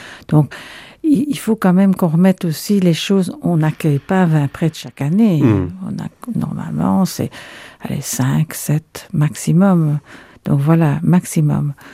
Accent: Liège, Wallonia, Belgium; on a une façon de vivre en Belgique, et pourtant à Liège, on est très chaleureux, mais où quand même chacun reste un peu chez soi

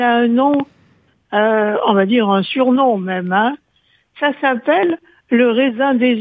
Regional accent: Corsica, France; je ne m'attendais pas à en voir ici chez nous en Corse

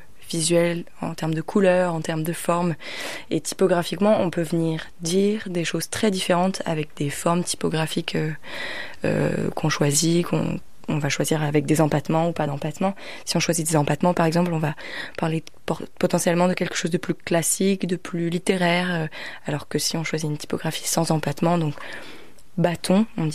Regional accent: Brittany, France; Moi j'aime bien faire le lien parce que j'ai grandi à Poule-Rosier

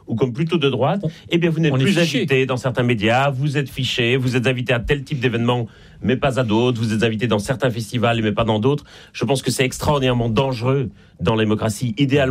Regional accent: Belgium; now in Paris, France; ça s'entend un peu d'ailleurs à mon accent. Je suis en Belgique et je ne suis pas né en France, même si j'habite

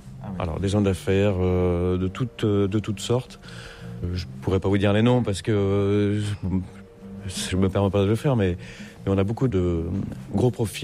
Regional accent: Nouvelle-Aquitaine, France; On fait du vin qu'on distille, donc ça s'appelle le cognac, évidemment. Donc, puis on n'est pas loin de Bordeaux, donc c'est une région riche en vin et spiritueux, quoi.

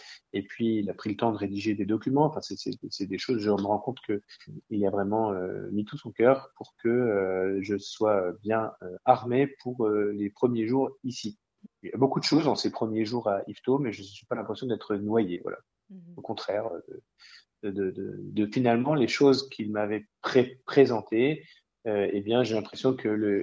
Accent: Centre-Val de Loire, France; moi, j'ai grandi dans le Loir-et-Cher

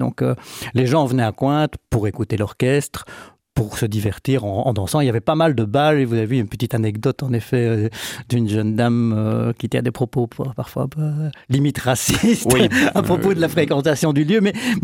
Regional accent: Chèvremont, Bourgogne-Franche-Comté, France; Moi, étant plus âgé, j'en ai connu encore dans mon enfance à Chèvremont notamment.

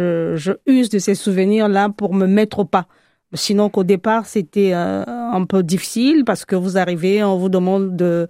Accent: Republic of the Congo; first language French; moved away as an adult; now in France; Je viens du Congo-Brazzaville.

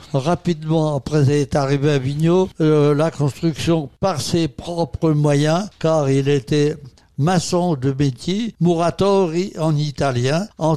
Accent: Xivray-et-Marvoisin, Grand Est, France; born there; Je suis né à Xivray-Marvoisin, petit village dans la plaine de la Wavre, comme on dit, à une quinzaine de kilomètres de Commercy, d'une mère meusienne et d'un père immigré italien.

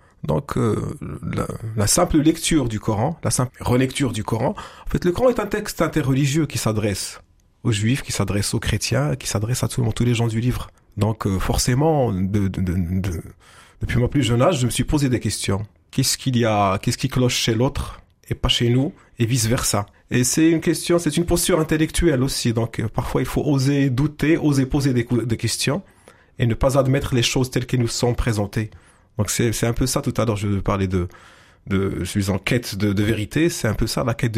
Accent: Agadir, Souss-Massa, Morocco; Alors, je viens de la ville d'Agadir.

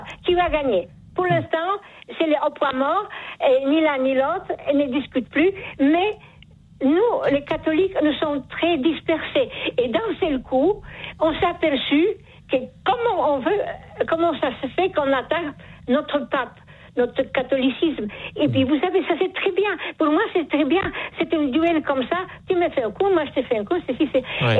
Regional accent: Poland; French is a second language; now in France; Je suis polonaise, je m'excuse. Alors, des fois j'accente qui n'est pas bon.

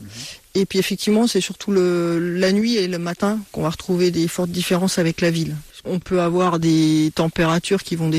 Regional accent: Dijon, Bourgogne-Franche-Comté, France; chez nous à Dijon

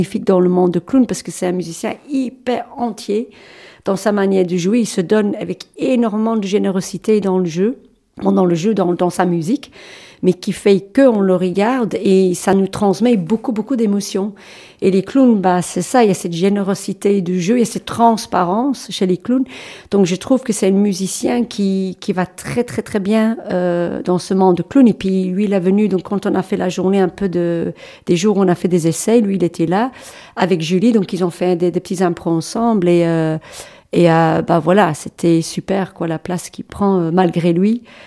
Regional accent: England, United Kingdom; moved away; moi je suis anglaise, donc à la base

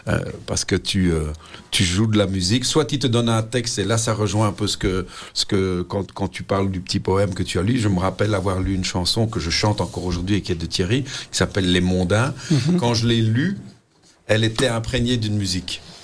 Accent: Molenbeek, Brussels, Belgium; il me connaissait bien, on vient du même coin, on vient de Molenbeek, on a été dans la même école primaire, la même école secondaire.

